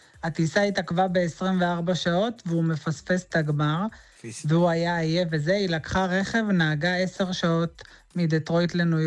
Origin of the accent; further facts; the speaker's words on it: Re'ut, Central District, Israel; also born or lived in Kiryat Gat; לא, אז רגע, אני גרתי בקריית גת באמת, אבל אני עזבתי את קריית גת בגיל 5.